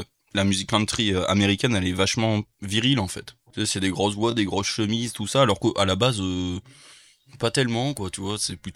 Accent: France; nous, ce qu'on écoute de la musique country quand on est français

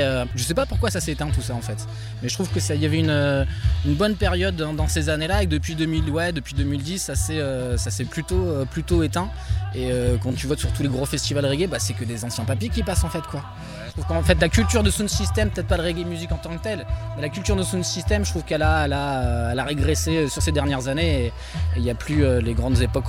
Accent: Compiègne, Hauts-de-France, France; Alors, moi, je suis de Compiègne.

